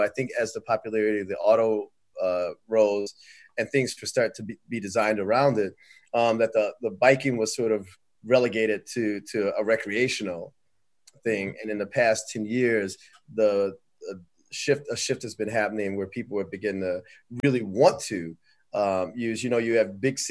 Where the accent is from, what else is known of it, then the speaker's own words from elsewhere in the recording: Detroit, Michigan, United States; I'm from Detroit, you know, myself, you know, and so, you know, I can't imagine them putting a bike lane on 7 Mile, for instance. I mean, you know, this is where I live, right?